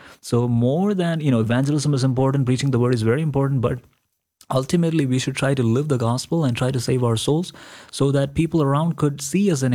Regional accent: Kerala, India; But other than that, you know, growing up in India, growing up in Kerala always brings a smile to my face when I think about it, because it's fond memories that, you know, will carry for the rest of my life.

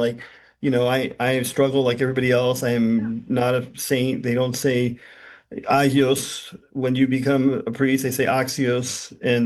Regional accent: Pasadena, California, United States; moved away as an adult; also born or lived in Los Angeles, California; now in Tampa, United States; I was born and raised in California.

